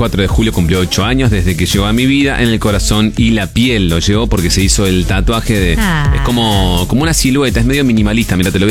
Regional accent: Carcarañá, Santa Fe, Argentina; Somos de Carcaraña, de Lejano, lo llamamos Jano.

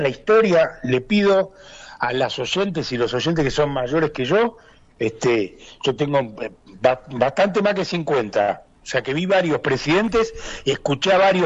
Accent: Argentina

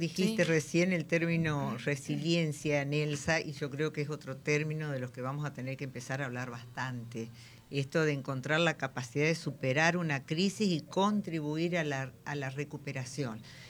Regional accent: Argentina; Somos argentinos

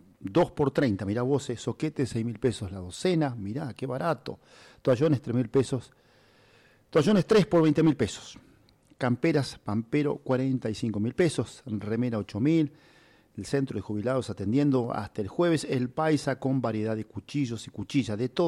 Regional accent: Argentina; estamos muy ansiosos, ¿no es cierto?, como todo argentino.

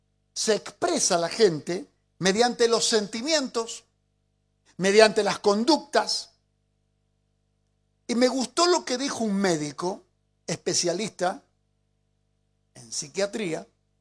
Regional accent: Mendoza, Argentina; los menducos tenemos ese término, más o menos.

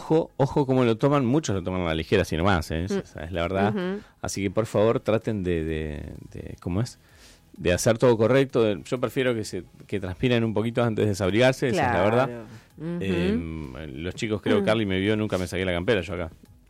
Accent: Argentina; Somos los argentinos, somos emocionantes, pero por momentos, viste, somos fríos.

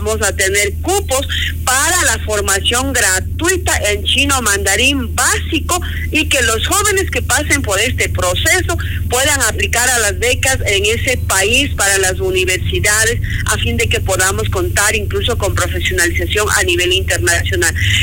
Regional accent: Ecuador; como todos los ciudadanos ecuatorianos conocemos

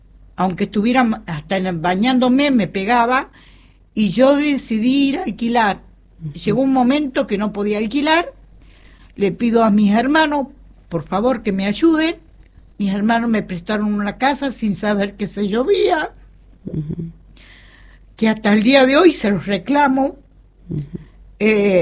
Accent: Buenos Aires, Argentina; Yo vine de Buenos Aires.

